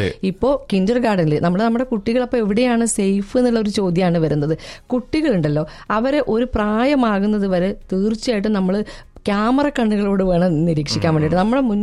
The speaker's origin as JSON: {"language": "Malayalam", "region": "Kerala", "country": "India", "moved": "yes", "lives_now": "United Arab Emirates", "said": "നമ്മുടെ കേരളത്തിൽ"}